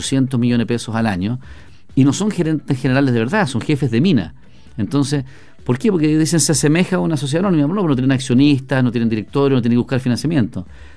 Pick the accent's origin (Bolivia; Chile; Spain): Chile